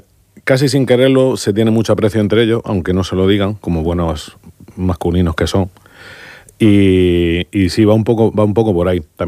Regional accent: Mula, Region of Murcia, Spain; born there; yo soy muleño de raíces y de convicción.

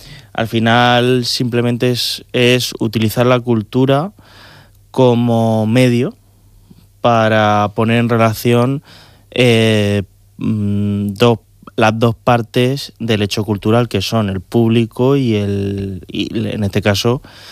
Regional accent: Jumilla, Region of Murcia, Spain; la Concejalía de Igualdad de Jumilla, que es mi pueblo

